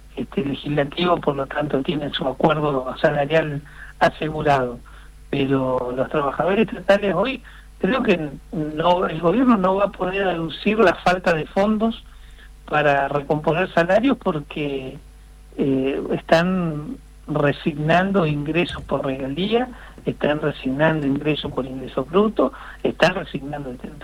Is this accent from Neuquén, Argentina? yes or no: yes; Neuquén, Argentina; Sí, la verdad es que nosotros somos neuquinos.